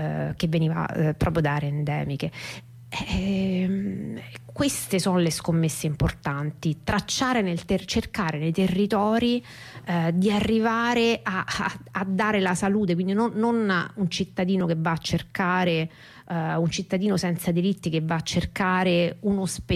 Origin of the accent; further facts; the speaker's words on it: Rome, Lazio, Italy; Io sono romana